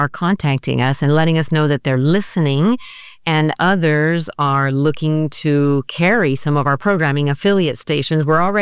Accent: Argentina; now in United States; Now, I'll root for the United States. I'm from Argentina, but I have to support my country, the United States.

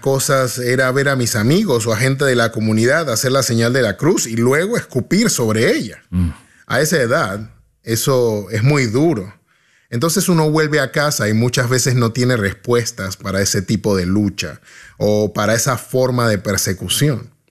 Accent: Gaza, Gaza Strip, Palestine; moved away; Nací y crecí en Gaza. Cuando era joven, mis papás eran parte de la Iglesia Ortodoxa griega y vivíamos bajo mucha influencia de la cultura musulmana.

